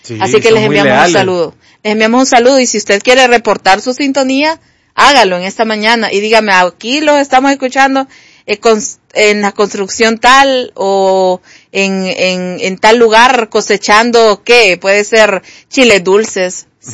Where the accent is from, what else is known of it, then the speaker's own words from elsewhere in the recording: Honduras; Yo al menos no me pongo camisas de Argentina ni de otro país porque yo soy hondureña.